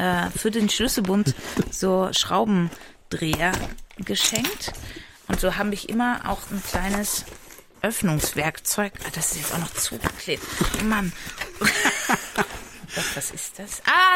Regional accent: East Germany, Germany; ich komme ja aus dem Osten.

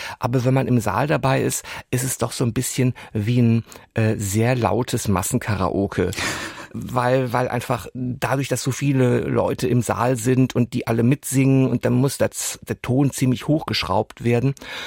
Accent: Hesse, Germany; first language French; Ich bin im Hessischen groß geworden, in einem 600-Seelendorf. Und wenn man da mit einem französischen Akzent in die Schule gegangen ist, war man schon der Exot.

